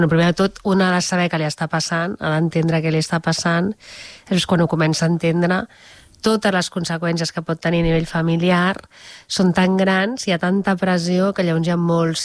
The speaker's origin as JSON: {"language": "Catalan", "town": "Barcelona", "region": "Catalonia", "country": "Spain", "also_born_or_lived": "La Garriga", "moved": "as an adult", "lives_now": "Molins de Rei, Spain", "said": "Nosaltres som de Barcelona, però, bueno, ens vam conèixer a l'Ametlla del Vallès per uns temes de cases d'estiuets i, bueno, ens vam conèixer allà. I llavors vam anar a viure a la Garriga."}